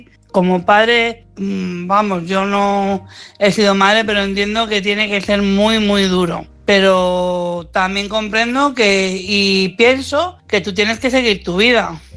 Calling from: Madrid, Community of Madrid, Spain; Buenas noches, corresponsales. … de Madrid.

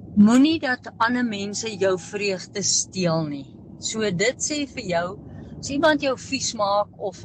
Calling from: Meyerton, Gauteng, South Africa; van Meyerton.

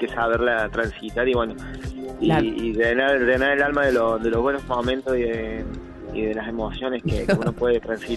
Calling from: Córdoba, Argentina; Soy de Córdoba

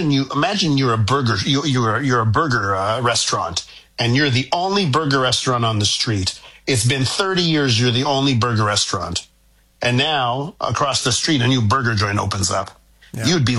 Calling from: Quebec, Canada; Listen, you know, in Quebec, I come to you from Soviet Quebecistan, as you know. And, you know, here we like to tax you. You know, they know how to tax in Quebec.

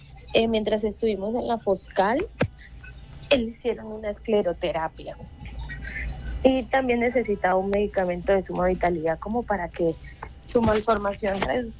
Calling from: Villa del Rosario, Norte de Santander, Colombia; Nosotros venimos desde Villa del Rosario, de Norte de Santander, de Cúcuta, Norte de Santander.

